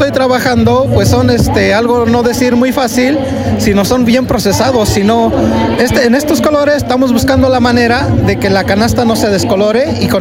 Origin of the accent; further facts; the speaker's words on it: Cadereyta, Querétaro, Mexico; tercera generación y ya tengo 55 años. Entonces él fue el heredero de esa canasta y de ahí siguió. Casualmente la historia es de mi pueblo, se llama Boyecito